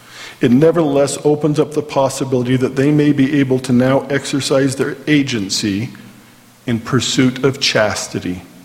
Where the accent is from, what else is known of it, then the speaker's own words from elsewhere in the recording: Orem, Utah, United States; I grew up here in Orem, so I knew it was just a little bit south of there, right about in there. That's where we live.